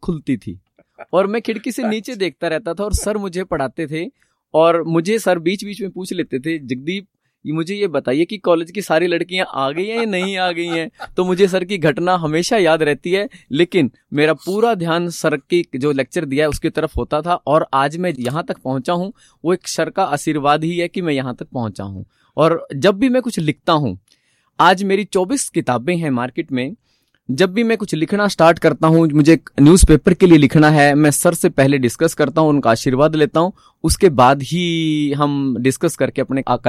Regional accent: Landa, Haryana, India; जी, मैं अम्बाला के नियर गांव लंढा जो अम्बाला डिस्ट्रिक्ट में ही है वहाँ पे जन्म हुआ और मेरी स्कूलिंग मेरे गांव में ही 10th का स्कूल है वहाँ से हुई है।

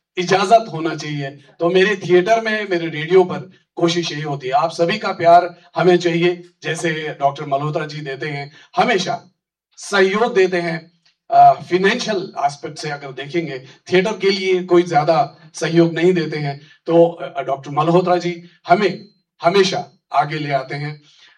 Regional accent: Jammu and Kashmir, India; born there; मैं कश्मीर में जन्मा हूँ और उर्दू मैंने स्कूल में पढ़ी है, हिंदी मैंने घर में पढ़ी है, कई बार मेरा उच्चारण भी हिंदी में गलत होता है

